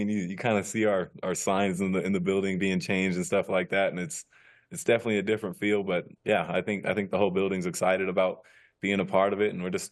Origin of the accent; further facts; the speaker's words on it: California, United States; now in Utah, United States; growing up in California